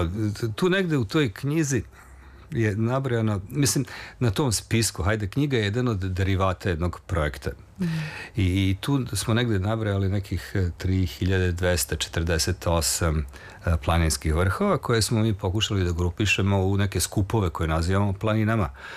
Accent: Novi Sad, Vojvodina, Serbia; Za mene je važna Fruška Gora, evo, ja sam iz Novog Sada

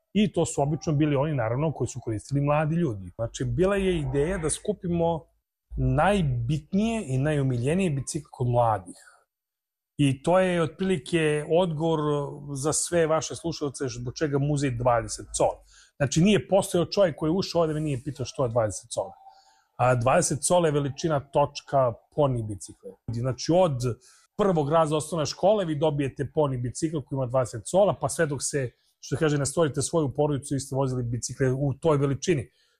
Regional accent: Serbia; mi smo svašta prošli kao narod, ne samo mislim mi kao Srbi, nego bukvalno cela stara Jugoslavija je mislim prošla sve i svašta.

